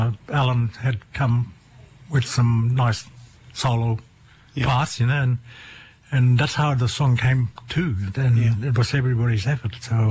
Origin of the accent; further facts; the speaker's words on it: Western Australia, Australia; And we have family from there, so we're from the Bunyal people, but we relate to Nimanbur.